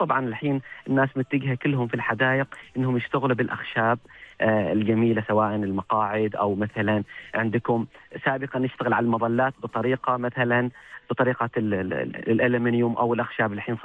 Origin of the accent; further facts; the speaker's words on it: Oman; عندنا في سلطنة عمان